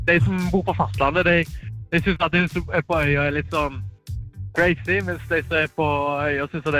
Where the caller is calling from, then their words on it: Karmøy, Rogaland, Norway; Jeg er fra Karmøy, fra fastlandskarmøy.